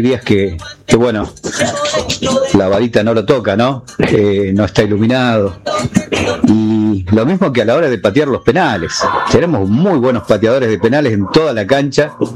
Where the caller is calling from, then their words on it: Argentina; Como argentinos, se sufre, pero se gana.